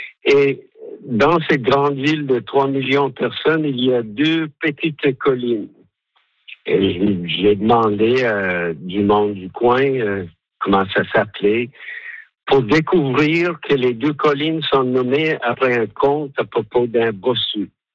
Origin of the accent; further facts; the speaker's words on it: Munster, Ireland; French is a second language; moi je viens du sud-ouest de l'Irlande, on appelle ça la dernière paroisse avant l'Amérique, c'est l'extrême point à l'ouest de l'Europe, et on a les montagnes derrière nous et la mer devant